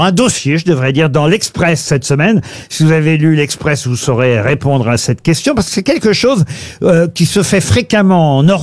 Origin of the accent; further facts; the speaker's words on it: France; chez nous en France